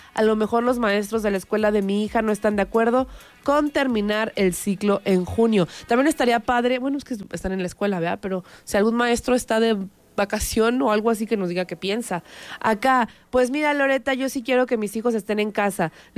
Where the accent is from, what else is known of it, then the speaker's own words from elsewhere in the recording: Mexico; Otra cortina de humo ese mundial, pero bueno, somos mexicanos y nos gusta el fútbol.